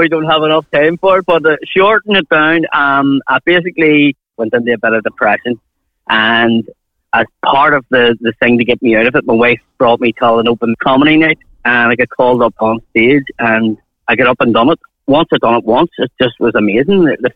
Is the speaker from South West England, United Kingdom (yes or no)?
no; Belfast, Northern Ireland, United Kingdom; being Irish or where you're from in Belfast